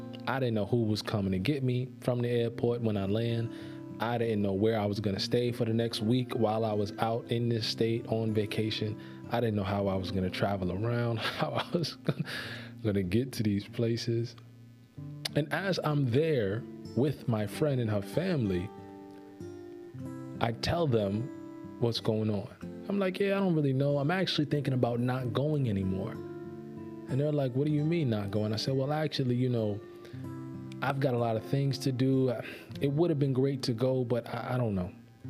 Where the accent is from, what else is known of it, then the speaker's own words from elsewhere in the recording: New York, United States; I'm from New York.